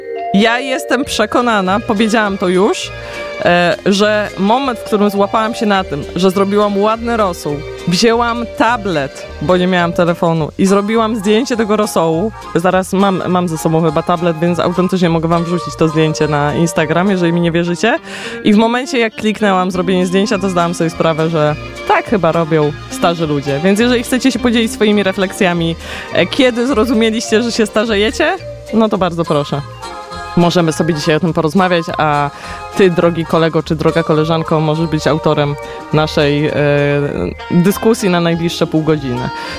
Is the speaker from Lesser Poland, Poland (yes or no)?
yes; Nowy Sącz, Lesser Poland, Poland; Jestem z Nowego Sącza, gdzie sporo regionalizmów się używa